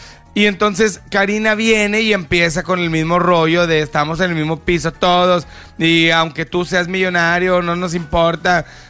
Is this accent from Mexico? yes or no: yes; Mexico; now in China; No somos así los mexicanos, güey. Los mexicanos decimos, no madre, al que le quieres romper a su madre.